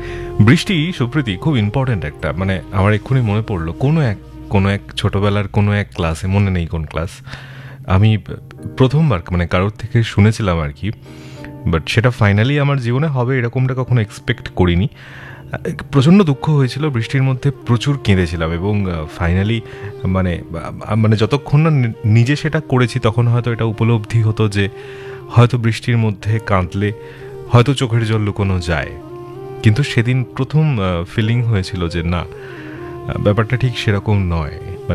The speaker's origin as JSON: {"language": "Bangla", "country": "India"}